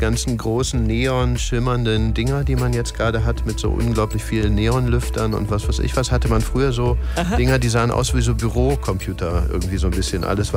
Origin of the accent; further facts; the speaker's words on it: Cologne, North Rhine-Westphalia, Germany; auch in Köln, ich bin ja aus Köln ursprünglich auch